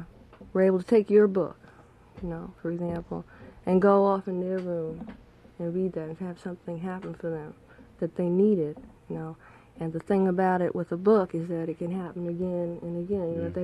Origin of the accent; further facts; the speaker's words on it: Bedford-Stuyvesant, New York, United States; when I was growing up in Bedford-Stuyvesant, it seemed to me that a lot of what I saw, and everyone I saw certainly, and knew and everything, was summarized very often by one word, and that word was Negro.